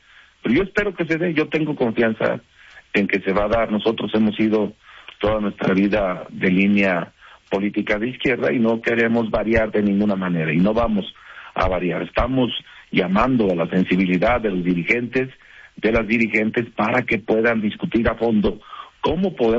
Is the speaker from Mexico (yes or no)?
yes; Michoacán, Mexico; me interesa mucho que este proyecto se consolide en el país y obviamente se consolide en mi estado, en Michoacán